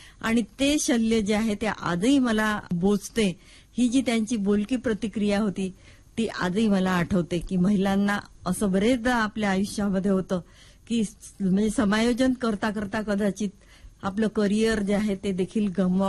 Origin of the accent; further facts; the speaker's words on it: Darwha, Maharashtra, India; माझं माहेर यवतमाळ जिल्ह्यातील दारव्हा येथील. माझे वडील ऍडव्होकेट … होते आणि माझं बालपण हे दारव्हा इथेच गेलं.